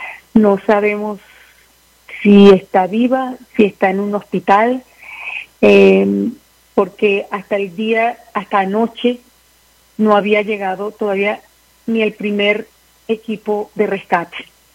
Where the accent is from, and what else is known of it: Venezuela; moved away